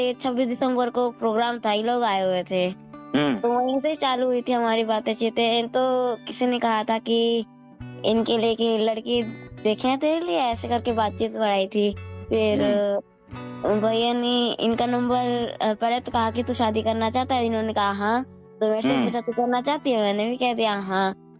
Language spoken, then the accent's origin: Hindi; Delhi, India; also born or lived in Jharkhand / Gurgaon; वैसे तो झारखंड में जन्म हुआ लेकिन पली बड़ी दिल्ली की हूँ।